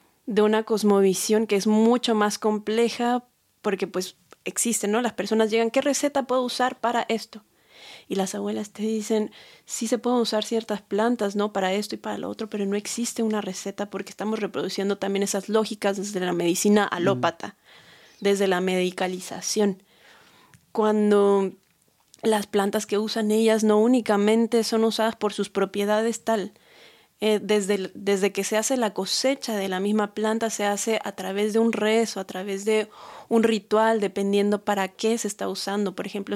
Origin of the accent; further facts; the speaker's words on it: Mexico City, Mexico; Porque yo, por ejemplo, soy originaria de Ciudad de México